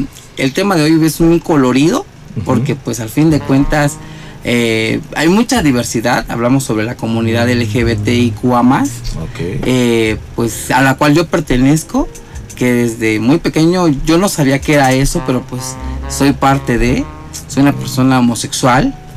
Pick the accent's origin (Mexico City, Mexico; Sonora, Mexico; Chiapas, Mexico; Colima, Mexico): Chiapas, Mexico; San Cristóbal de las Casas; San Cristobalense, 100%, de familias coletas, conservadoras, tradicionalistas.